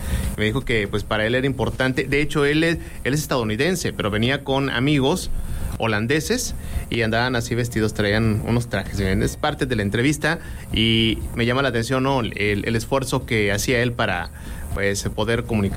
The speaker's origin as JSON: {"language": "Spanish", "town": "San Nicolás de los Garza", "region": "Nuevo León", "country": "Mexico", "said": "son de allá de San Nicolás, de donde yo soy, también."}